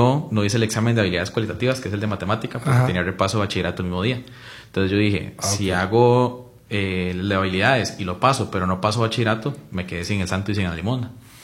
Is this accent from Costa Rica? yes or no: yes; Guadalupe, Cartago, Costa Rica; yo soy de Guadalupe de Cartago